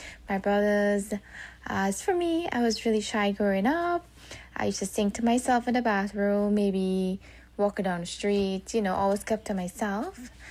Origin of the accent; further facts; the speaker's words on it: Freeport, Trinidad & Tobago; moved away as an adult; now in New Jersey, United States; I'm originally from Chicken Village, Freeport. I moved to New Jersey in 2015. I grew up in a musical background.